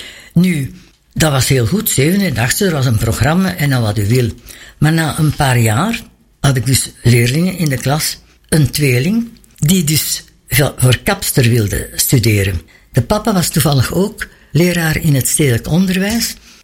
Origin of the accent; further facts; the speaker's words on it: Hoboken, Flanders, Belgium; moved away as an adult; now in Mechelen, Belgium; Ik ben afkomstig uit Hoboken.